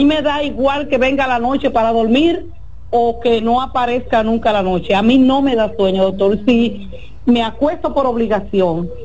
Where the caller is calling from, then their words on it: Higüey, La Altagracia, Dominican Republic; Yo le hablo desde Higüey.